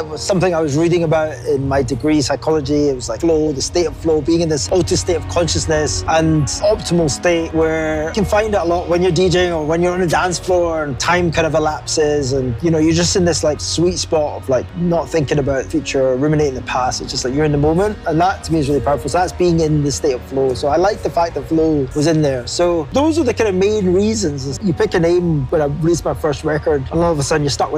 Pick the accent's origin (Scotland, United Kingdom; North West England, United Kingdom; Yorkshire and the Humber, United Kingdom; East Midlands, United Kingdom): Scotland, United Kingdom; Glasgow; moved away as an adult; also born or lived in Edinburgh; now in London, United Kingdom; I was born in Glasgow, so I'm Glaswegian. Lived here till I was, went to university in Edinburgh, did that, fled back to Glasgow as quickly as I possibly could after the degree. Was living in the south side of Pollock Shields for a good few years